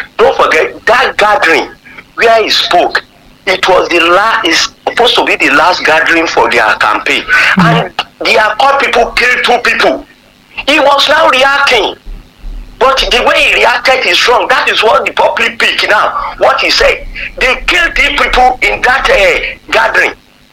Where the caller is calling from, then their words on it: Ibadan, Oyo, Nigeria; I'm speaking from Ibadan.